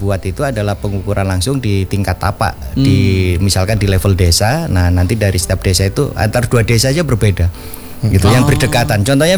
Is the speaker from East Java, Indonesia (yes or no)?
yes; East Java, Indonesia; di kampung halaman saya aja, namanya di Kabupaten Malang